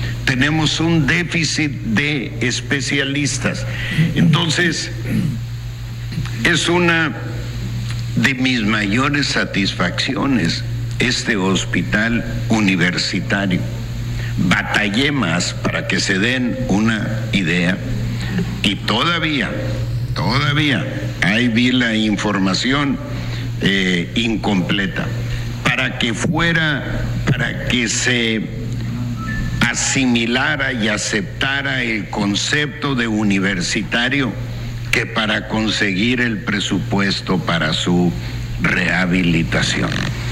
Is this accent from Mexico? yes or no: yes; Bavispe, Sonora, Mexico; Siempre pongo de ejemplo Bavispe, mi pueblo.